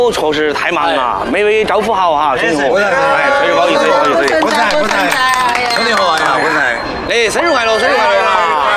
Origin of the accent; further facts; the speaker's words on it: Zigong, Sichuan, China; 我们自贡人很喜欢吃老花嘛，也很喜欢吃折耳根。